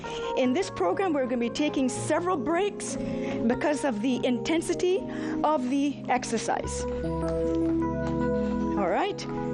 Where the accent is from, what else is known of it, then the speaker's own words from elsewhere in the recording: Boston, Massachusetts, United States; from Boston, Massachusetts. I'm a physician practicing in Boston.